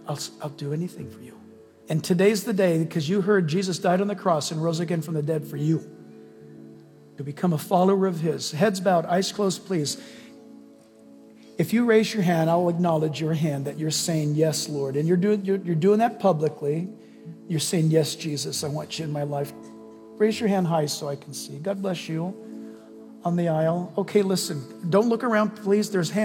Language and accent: English; United States; born there; I was born in America.